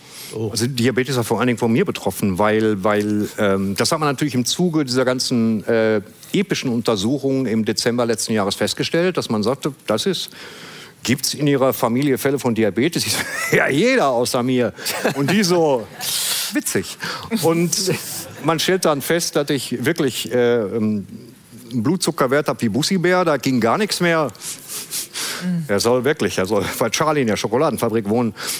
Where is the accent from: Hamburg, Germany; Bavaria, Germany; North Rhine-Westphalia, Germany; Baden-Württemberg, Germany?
North Rhine-Westphalia, Germany; ich komme halt, wie gesagt, aus dem Ruhrgebiet.